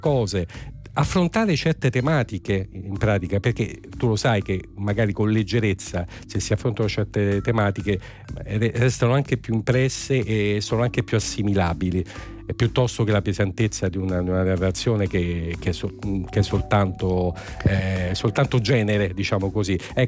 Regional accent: Rome, Lazio, Italy; è Roma, in quanto sono nato e cresciuto a Roma

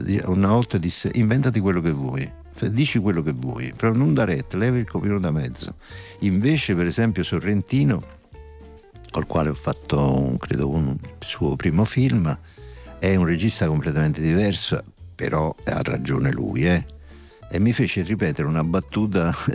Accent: Naples, Campania, Italy; C'è un rapporto straordinario, io qui sono napoletano, figurati.

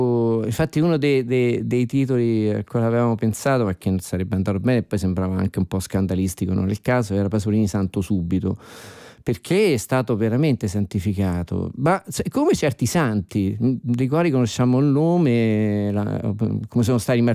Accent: Lombardy, Italy; è friulano come io sono lombardo

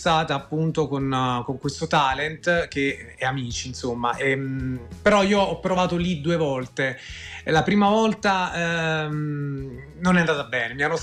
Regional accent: Campania, Italy; io sono campano, quindi noi cantanti campani, napoletani, partiamo sempre un po' da quelle che sono le cerimonie, battesimi, matrimoni

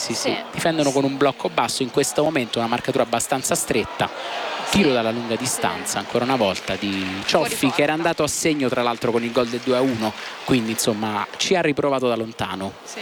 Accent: Campania, Italy; io da campano

